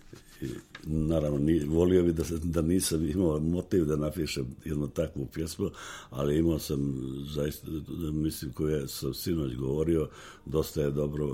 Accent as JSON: {"language": "Serbian", "town": "Vrbica", "country": "Montenegro", "tie": "born or raised there", "said": "me zanima život u Beranama, u mom rodnom kraju Vrbici, Petnici i u Crnoj Gori prije svega"}